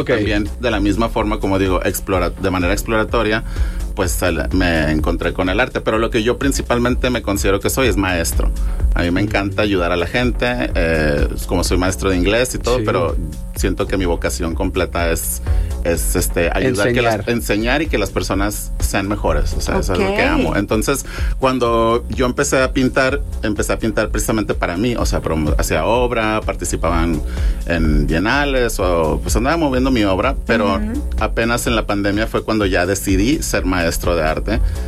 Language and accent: Spanish; Sonora, Mexico; moved away as an adult; now in Monterrey, Mexico; yo soy de Sonora